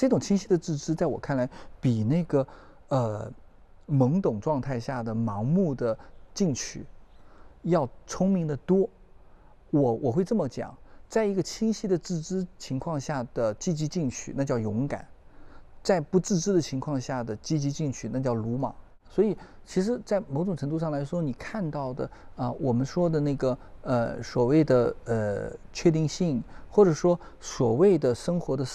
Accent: China; 我们中国人

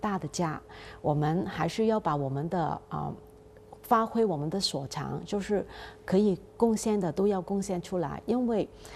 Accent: Hong Kong; 我是来自香港特区的航天员

